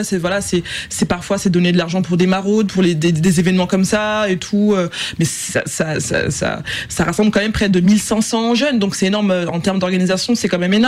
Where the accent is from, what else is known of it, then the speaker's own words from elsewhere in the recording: Île-de-France, France; c'est d'abord que j'en suis issue. C'est-à-dire que je suis née et j'ai grandi et je vis en Seine-Saint-Denis.